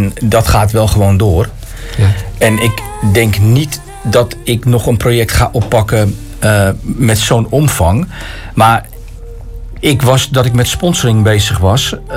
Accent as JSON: {"language": "Dutch", "town": "IJmuiden", "region": "North Holland", "country": "Netherlands", "said": "En ik kom uit Velsen, ik kom uit IJmuiden."}